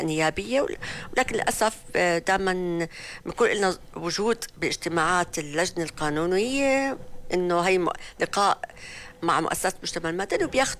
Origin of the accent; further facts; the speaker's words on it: Jordan; احنا كمجتمع أردني مش متعودين